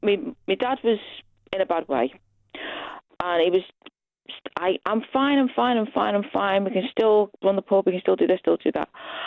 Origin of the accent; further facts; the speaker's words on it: Liverpool, North West England, United Kingdom; I'm from Liverpool and we are a bit suspicious bunch at the best of times.